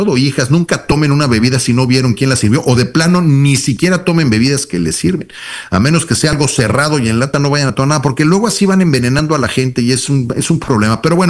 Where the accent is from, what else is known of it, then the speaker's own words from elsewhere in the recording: Mexico; Como mexicano a mí me da mucha vergüenza